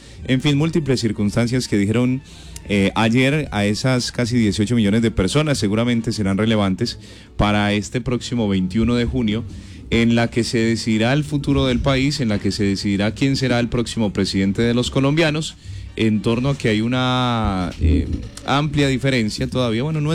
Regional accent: Colombia; Ayer, bueno, felicitarnos como colombianos.

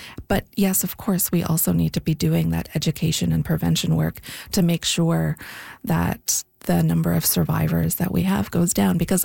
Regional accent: Victoria, British Columbia, Canada; I am a queer, anti-racist feminist. I was born and raised in Victoria. Shout out to my fellow Esquimalt High grads.

